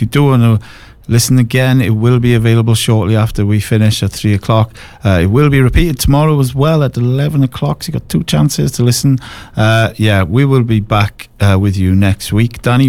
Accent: Bridgend, Wales, United Kingdom; if you're in the Bridgend area, which is my hometown area

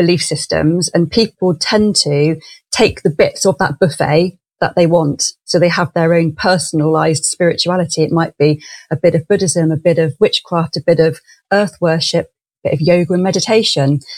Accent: Clevedon, South West England, United Kingdom; born or raised there; also born or lived in Bristol; now in Stroud, United Kingdom

